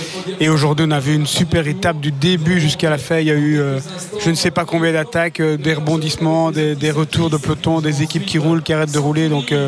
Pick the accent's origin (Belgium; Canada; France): Belgium; en tant que Belge je l'espère.